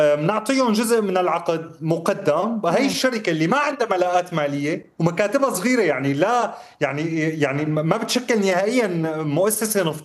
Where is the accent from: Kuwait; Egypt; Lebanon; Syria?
Syria; أنا كمواطن سوري عندي ثقة بالقضاء بسوريا